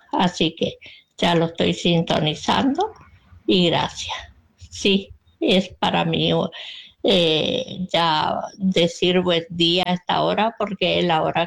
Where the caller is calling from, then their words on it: Resistencia, Chaco, Argentina; de Resistencia y les voy a comentar hoy. Sí, ¿por qué? Porque se me ocurre, aquí en mi provincia, yo participaba en una emisora de radio, digamos.